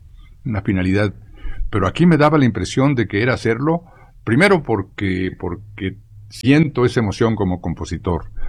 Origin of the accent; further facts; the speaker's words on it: Mexico; nos da un sentido de pertenencia como mexicanos